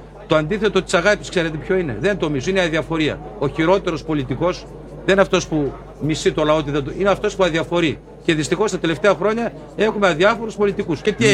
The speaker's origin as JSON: {"language": "Greek", "region": "Central Macedonia", "country": "Greece", "tie": "born there", "moved": "yes", "said": "σε ένα χωριό της Πιερίας γεννήθηκα"}